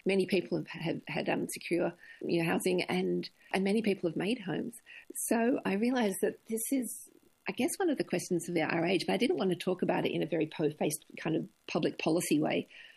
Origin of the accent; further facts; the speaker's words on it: Melbourne, Victoria, Australia; moved away as an adult; now in New South Wales, Australia; I was raised in Australia in a very kind of Englishy, intellectual, in a city kind of way.